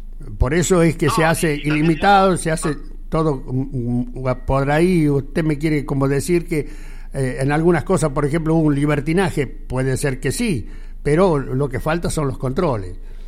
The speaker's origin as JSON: {"language": "Spanish", "country": "Argentina", "said": "seguiremos poniendo el hombro al país como argentino"}